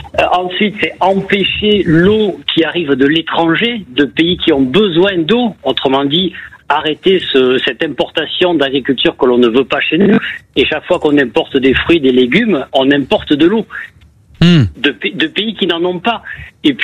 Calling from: Assas, Occitanie, France; Assas, à côté de Montpellier.

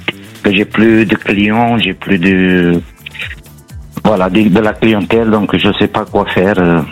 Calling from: Île-de-France, France; À côté du Versailles

